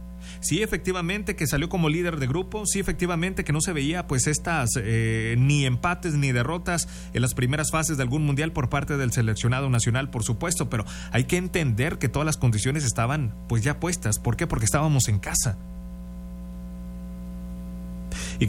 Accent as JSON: {"language": "Spanish", "country": "Mexico", "said": "Y como buenos mexicanos hay que saber perder con la frente en alto."}